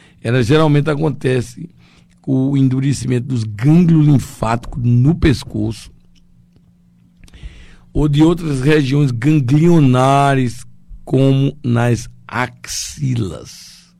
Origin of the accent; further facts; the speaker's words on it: Campina Grande, Paraíba, Brazil; daqui de Campina Grande, a minha cidade natal.